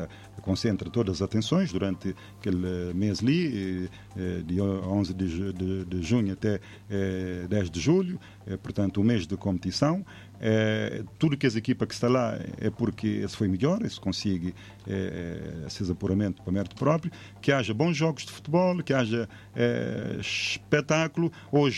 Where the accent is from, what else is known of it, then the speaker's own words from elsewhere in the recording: Cape Verde; nós tudo como cabo-verdiano nós estamos ali com o bem regalido